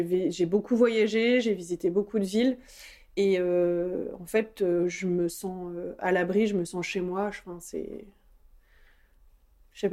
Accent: Caen, Normandy, France; also born or lived in Fleury-sur-Orne / Bretteville-sur-Odon; Concrètement, je suis née à Caen et j'ai toujours vécu dans la périphérie de Caen. Donc en fait, ça va faire 32 ans que je suis très très sédentaire et que, que je vis à Caen ou aux alentours de Caen.

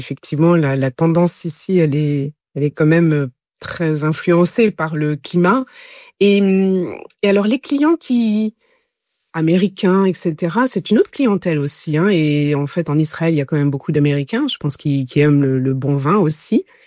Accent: France; en tant que Français

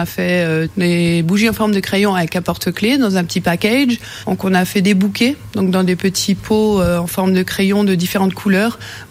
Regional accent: Sarreguemines, Grand Est, France; nous, on est originaires de Sarreguemines tous les deux. Donc, je voulais déjà que ce soit dans notre ville de naissance.

